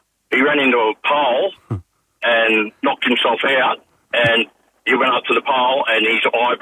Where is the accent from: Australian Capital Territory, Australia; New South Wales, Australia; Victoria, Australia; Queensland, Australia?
New South Wales, Australia; Newcastle; moved away; back in Newcastle